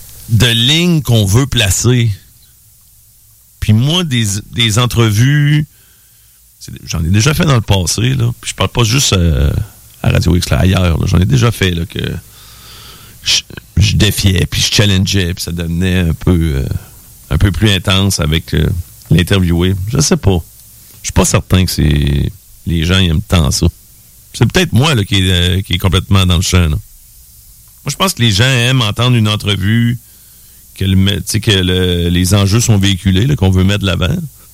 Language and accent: French; Quebec, Canada; je suis de la Chaudière qui a Dominique Dumas contre Martine Biron et autres